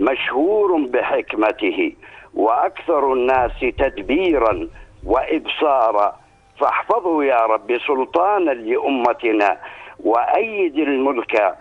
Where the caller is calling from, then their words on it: Jordan; يحق لنا كأردنيين